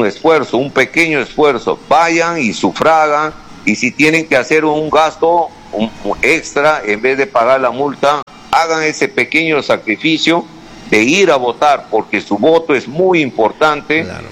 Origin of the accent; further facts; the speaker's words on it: Peru; como ciudadano y también como peruano.